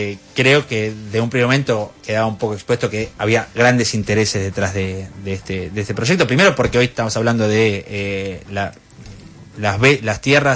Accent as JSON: {"language": "Spanish", "town": "Quilmes", "region": "Buenos Aires Province", "country": "Argentina", "tie": "born or raised there", "said": "Oriundo de Quilmes."}